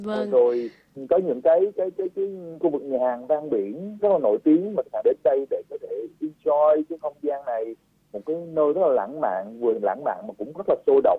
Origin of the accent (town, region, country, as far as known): Nha Trang, Khanh Hoa, Vietnam; born or raised there